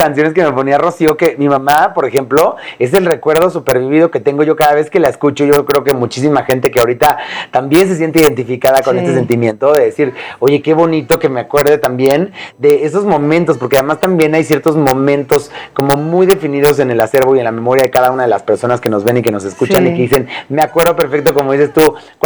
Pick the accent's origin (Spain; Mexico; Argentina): Mexico